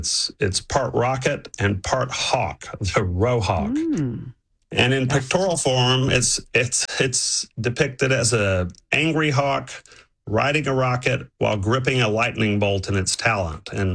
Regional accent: Temple, Texas, United States; And I grew up in Temple. I was a wildcat

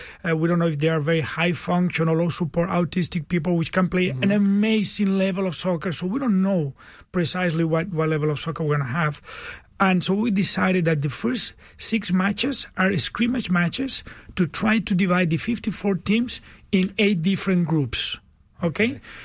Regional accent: Barcelona, Catalonia, Spain; Barcelona.

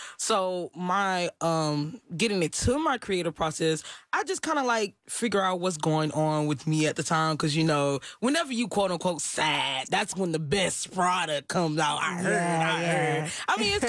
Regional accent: Texas City, Texas, United States; growing up in Texas City was pretty cool

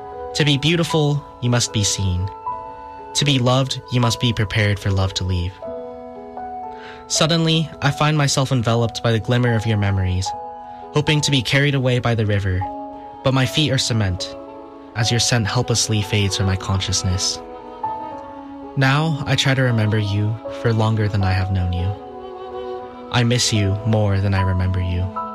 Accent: Houston, Texas, United States; So growing up in Houston, I've had the chance to have many different experiences and meet people from all over the world, actually.

